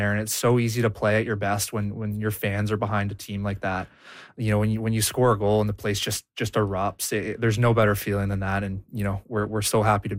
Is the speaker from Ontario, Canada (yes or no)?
no; Victoria, British Columbia, Canada; now in Halifax, Canada; growing up in Victoria